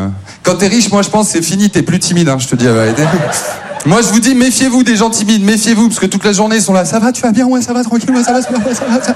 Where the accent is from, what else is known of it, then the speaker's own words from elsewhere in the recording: Maubeuge, Hauts-de-France, France; now in Paris, France; Non, Maubeuge, c'est une petite ville dans leur Pas-de-Calais, maintenant tout va bien, j'habite à Paris. Et j'ai des potes de Maubeuge